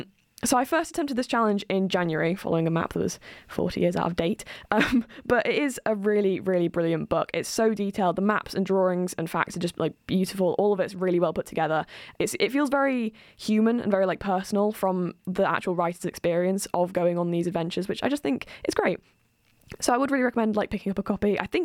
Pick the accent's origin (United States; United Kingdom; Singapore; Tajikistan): United Kingdom; Sheffield, Yorkshire and the Humber; I personally say genel. I'm from Sheffield and I say genel.